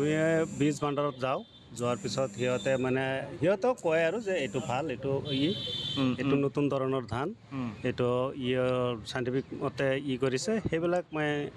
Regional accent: Chagunbari, Assam, India; মৈৰাবাৰীৰ ওচৰতে চগুনবাৰী গাঁও মোৰ গাঁও। ডিষ্ট্ৰিক্ট এতিয়া আমাৰ নগাঁৱৰ পৰিব, কিন্তু মৰিগাঁৱত আছিলোঁ।

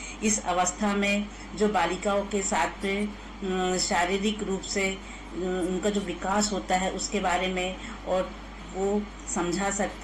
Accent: Betul district, Madhya Pradesh, India; मैं डिस्ट्रिक्ट बैतूल की रहने वाली हूँ

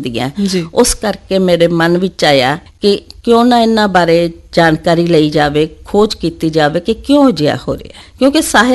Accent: Moga, Punjab, India; moved away as an adult; now in Jalandhar, India; ਮੇਰਾ ਜਨਮ ਮੋਗਾ ਵਿੱਚ ਹੋਇਆ, ਉੱਥੇ ਹੀ ਮੇਰੀ ਜਿਹੜੀ ਸਟੱਡੀ ਹੈ primary school, higher secondary school ਦੀ ਹੋਈ, BA ਦੀ ਪੜ੍ਹਾਈ ਵੀ ਮੈਂ ਉੱਥੇ ਹੀ ਕੀਤੀ।

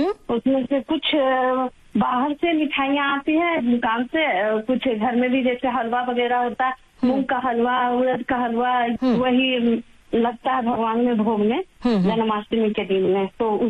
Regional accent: Magra, Bihar, India; बिहार शरीफ मगरा मेरा गांव का नाम हुआ जी। मैं नालंदा जिला से बात कर रही हूँ।

